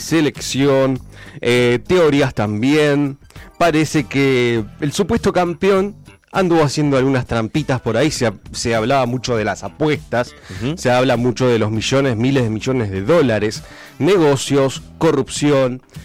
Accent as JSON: {"language": "Spanish", "country": "Argentina"}